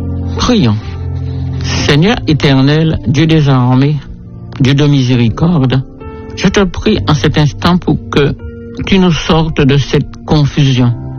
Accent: Martinique; chez nous aux Antilles en Martinique.

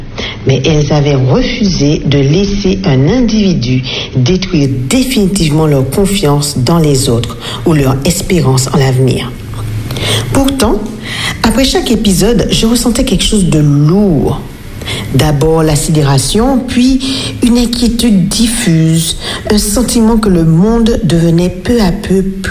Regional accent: Martinique; Chez nous en Martinique

